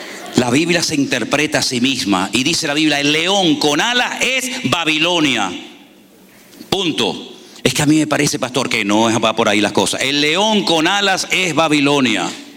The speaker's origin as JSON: {"language": "Spanish", "country": "Spain", "said": "Quiero pedir perdón porque a veces puedo yo, como español, utilizar alguna palabra, alguna expresión que a lo mejor puede chocar aquí, pero es que los españoles hablamos así."}